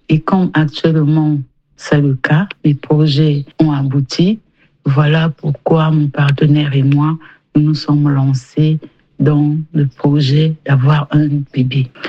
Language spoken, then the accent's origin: French; Republic of the Congo; J'ai 42 ans, je suis du Congo, Brazzaville.